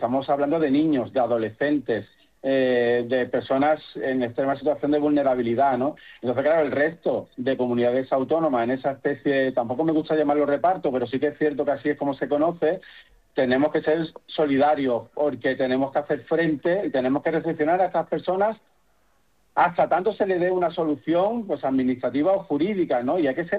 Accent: Málaga, Andalusia, Spain; born there; now in Salamanca, Spain; Físicamente me encuentro en Salamanca, aunque yo, bueno, soy malagueño de nacimiento y tengo familia en Melilla

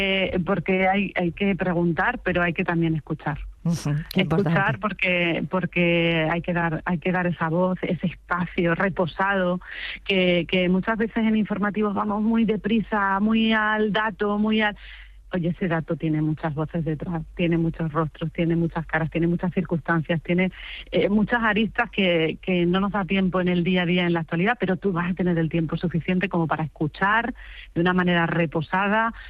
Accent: Extremadura, Spain; es la primera que no estoy ahí, que no estoy dando la cara en mi tierra

